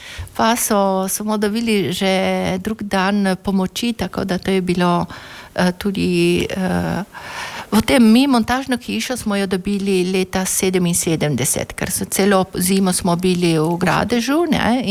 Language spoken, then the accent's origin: Slovenian; Stolvizza, Friuli-Venezia Giulia, Italy; jaz sem iz Solbice